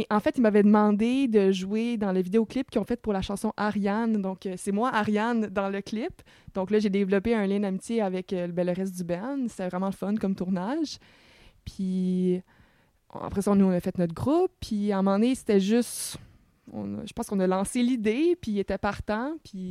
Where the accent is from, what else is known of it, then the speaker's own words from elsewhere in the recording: Quebec, Canada; Félix et moi, on vient tous deux de la Rive-Nord, donc de la banlieue.